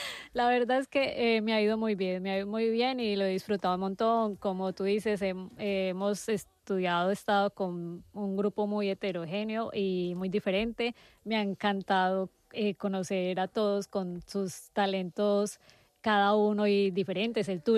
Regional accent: Eje Cafetero, Colombia; moved away as an adult; now in Palma de Mallorca, Spain

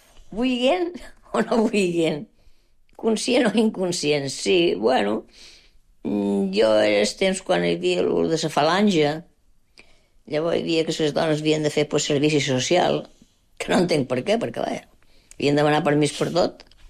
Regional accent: Balearic Islands, Spain; born there; Jo... de Menorca, jo he nascut a Menorca, però a mi m'ha agradat molt el Louis Vicent.

